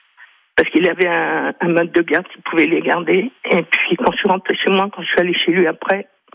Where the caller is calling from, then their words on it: Châtellerault, Nouvelle-Aquitaine, France; Bonjour, oui, je suis à Châtellerault.